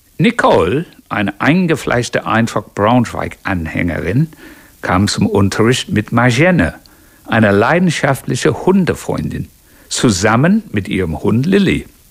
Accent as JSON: {"language": "German", "town": "Bridgwater", "region": "South West England", "country": "United Kingdom", "tie": "born or raised there", "second_language": "German", "moved": "as an adult", "lives_now": "Germany", "said": "Es fängt an mit meiner Kindheit, wo ich geboren bin, in Bridgewater, kennt kein Mensch, ist in der Nähe vom Rosamunde-Pilcher-Country. Und dann meine Jugendzeit, meine Militärzeit und dann meine Ankunft in Deutschland als Zivilist"}